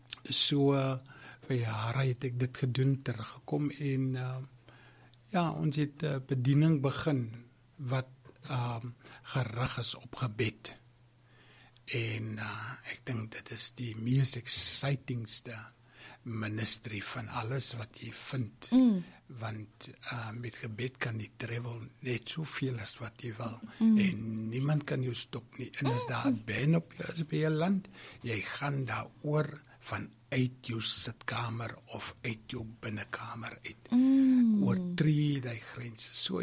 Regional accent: Mossel Bay, Western Cape, South Africa; ek is gebore hier in Mosselbaai. Ek het groot geword tot op matriek en toe ek weggegaan vir opleiding rondom evangeliewerk

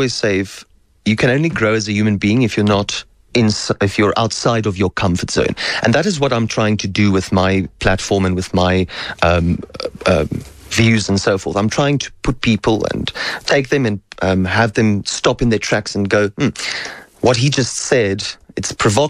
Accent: South Africa; I, as a South African

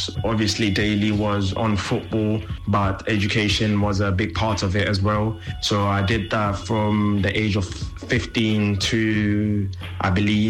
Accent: Gaborone, South-East District, Botswana; for me as a kid coming from Botswana, growing up in Gaborone, something I didn't think, you know, I would achieve ever.

